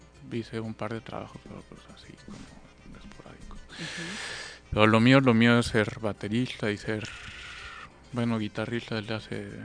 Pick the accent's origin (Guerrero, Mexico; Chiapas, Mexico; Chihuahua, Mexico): Guerrero, Mexico; Acapulco; moved away as an adult; also born or lived in Mexico City; yo soy acapulqueño, ajá, nací aquí, crecí aquí, viví hasta los 18 años aquí. Ajá. Y después me fui a vivir a la Ciudad de México, me fui a estudiar música. Viví como 13 años allá.